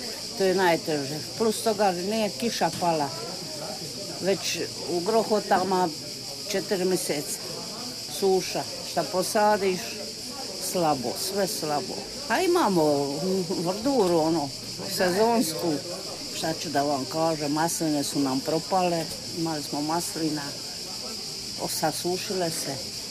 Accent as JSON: {"language": "Croatian", "town": "Drniš", "region": "Šibenik-Knin County", "country": "Croatia", "tie": "born there", "lives_now": "Solin, Croatia"}